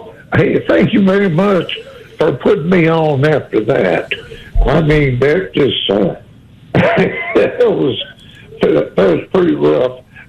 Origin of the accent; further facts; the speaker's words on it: Arkansas, United States; I grew up in Arkansas, going without a shirt all summer, and I'm kind of a fair-haired black guy.